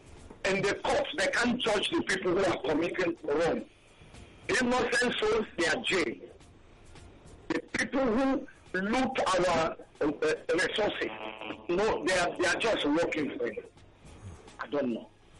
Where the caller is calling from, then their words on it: Delta, Nigeria; I'm from Delta State